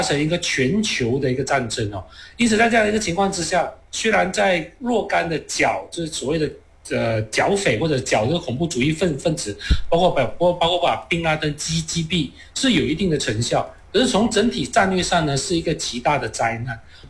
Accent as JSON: {"language": "Chinese", "country": "Malaysia", "said": "而且从我们马来西亚人的了解的语境跟西方人了解的语境里面呢"}